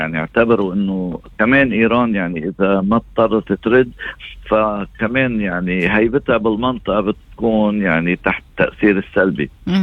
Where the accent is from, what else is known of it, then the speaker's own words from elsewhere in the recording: Lebanon; نحن اللبنانيين